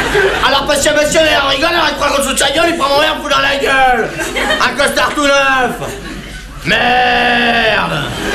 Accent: France; Les Français, c'est des cons, ouais, ben je suis bien blasé, hein, je suis français.

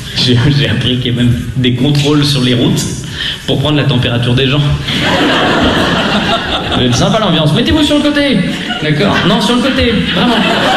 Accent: Lausanne, Vaud, Switzerland; Moi, je viens de Lausanne. Les girons, c'est pour les bouseux, donc... À Lausanne, il n'y a pas de giron.

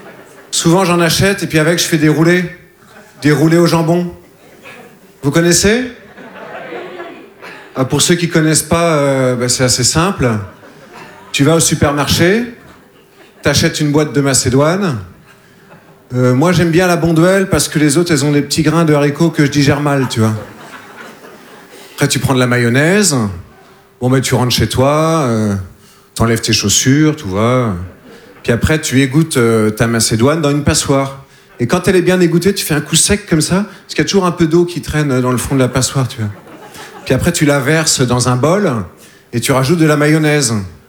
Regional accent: Nouvelle-Aquitaine, France; Je viens des Deux-Sèvres. Vous connaissez les Deux-Sèvres? Non? C'est entre la Vienne et la Vendée.

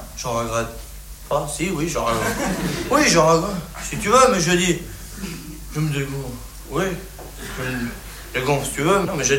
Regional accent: France; Ouais, bah, je suis bien placé, hein, je suis français.

